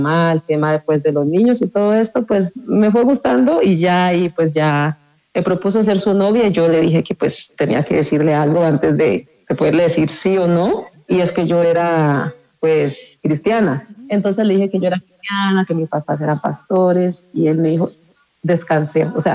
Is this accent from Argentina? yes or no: no; Colombia; now in Mexico; Soy de Colombia, pero vivo actualmente en México. … Vengo de familia de padres pastores y realmente tengo mucha familia cristiana.